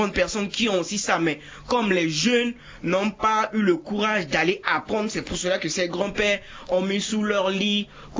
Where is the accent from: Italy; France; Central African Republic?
Central African Republic; Bangui; born there; depuis quand je suis à Bangui là, je suis né même à Bangui